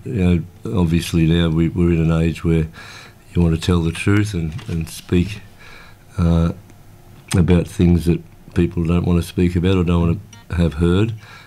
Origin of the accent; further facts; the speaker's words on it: Wales, United Kingdom; being Welsh and obviously from a bardic tradition